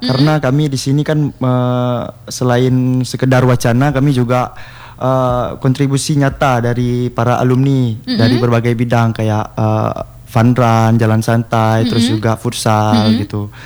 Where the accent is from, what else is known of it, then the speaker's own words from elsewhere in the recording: Aceh, Indonesia; Kalau asal asli Aceh Barat, Kak.